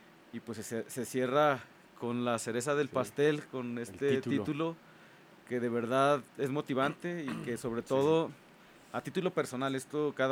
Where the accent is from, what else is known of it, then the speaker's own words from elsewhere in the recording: Zacatecas, Mexico; los que somos zacatecanos